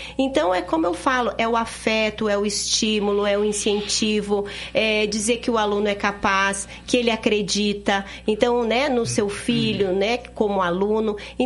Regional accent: Rio Grande do Sul, Brazil; born or raised there; moved away as an adult; also born or lived in Recife; now in Curitiba, Brazil

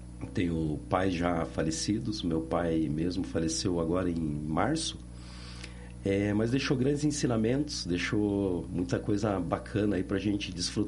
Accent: São José dos Pinhais, Paraná, Brazil; born there; Eu nasci em São José dos Pinhais, no estado do Paraná, né? Há 47 anos atrás.

